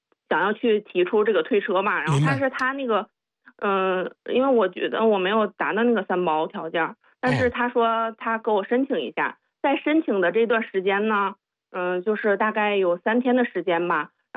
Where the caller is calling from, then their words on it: Tangshan, Hebei, China; 因为我们在唐山